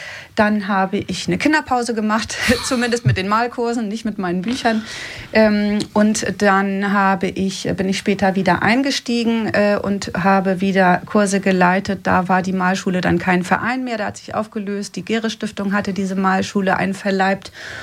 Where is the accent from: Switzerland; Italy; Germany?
Germany; Neumünster, Schleswig-Holstein; also born or lived in Hamburg; Ich komme hier aus Neumünster.